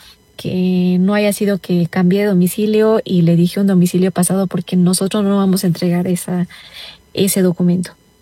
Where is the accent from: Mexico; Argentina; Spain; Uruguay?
Mexico; moved away; porque somos mexicanos y tenemos ese derecho.